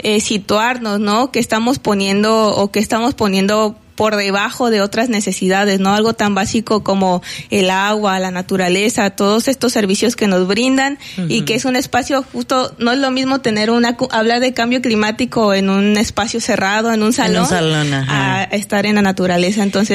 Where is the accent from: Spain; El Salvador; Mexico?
Mexico; Manzanillo, Colima; los que somos de Manzanillo